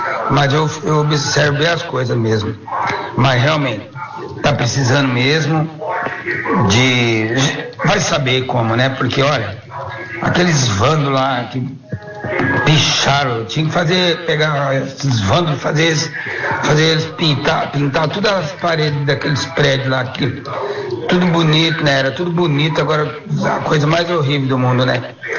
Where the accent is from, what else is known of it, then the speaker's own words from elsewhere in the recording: Paraná, Brazil; moved away as an adult; now in Campinas, Brazil; o Campinas representa muito para mim também, que eu vim do Paraná, eu tinha 20 anos.